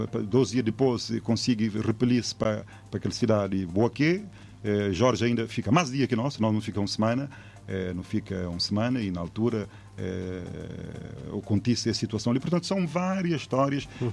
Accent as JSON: {"language": "Portuguese", "country": "Cape Verde", "said": "nós tudo como cabo-verdiano nós estamos ali com o bem regalido"}